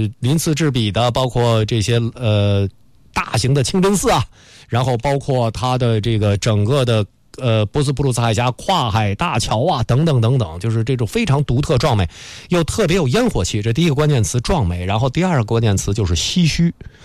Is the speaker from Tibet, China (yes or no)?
no; Beijing, China; 因为我是北京人嘛